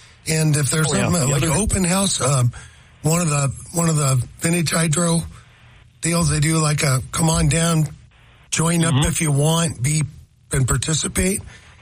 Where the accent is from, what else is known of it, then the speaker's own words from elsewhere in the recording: Seattle, Washington, United States; I was from Ballard